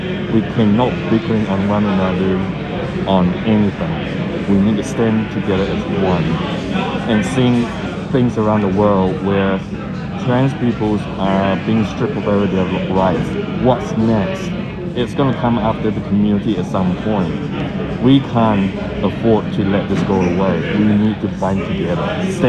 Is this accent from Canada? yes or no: no; Christchurch, Canterbury, New Zealand; No, I'm not from Auckland. I'm from Ōtautahi, Christchurch.